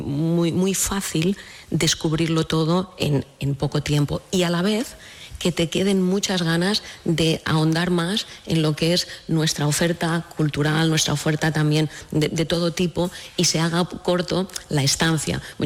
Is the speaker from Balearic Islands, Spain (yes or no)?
yes; Ibiza, Balearic Islands, Spain; Obviamente soy subjetiva, soy ibicenca y soy alcaldesa, aquí, claro.